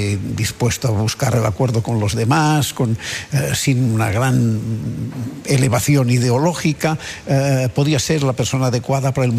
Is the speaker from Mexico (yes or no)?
no; Catalonia, Spain; yo soy ciudadano de España, pero catalán, que es distinto